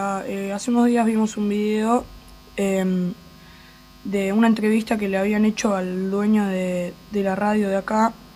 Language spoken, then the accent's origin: Spanish; San Carlos de Bariloche, Río Negro, Argentina; born there; yo también nací acá.